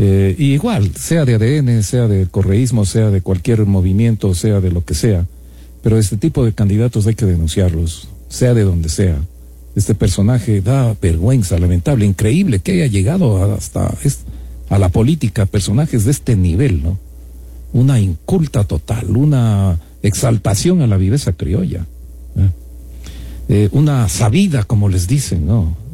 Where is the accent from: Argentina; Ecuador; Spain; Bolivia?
Ecuador; Esta es la situación de políticos a las cuales nosotros tenemos que vivir como ecuatorianos